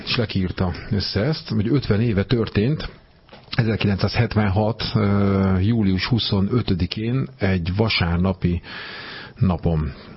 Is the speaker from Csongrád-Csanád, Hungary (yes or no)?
yes; Csongrád, Csongrád-Csanád, Hungary; én ugye Csongrádon születtem